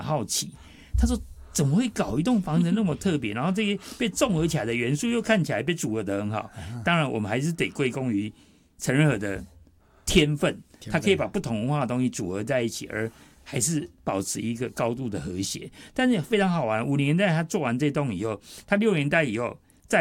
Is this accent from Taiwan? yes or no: yes; Taiwan; 后来1949年又国民政府又有另外一批像我爸爸这样的人来到台湾，所以你看我们台湾就变得会比较愿意接纳，